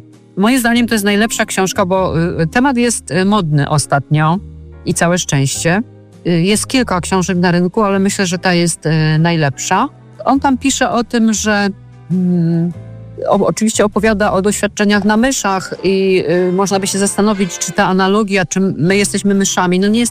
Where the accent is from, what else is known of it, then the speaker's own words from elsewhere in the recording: Częstochowa, Silesian Voivodeship, Poland; also born or lived in Katowice; bo ja mieszkałam, studiowałam w Katowicach, pochodzę z Częstochowy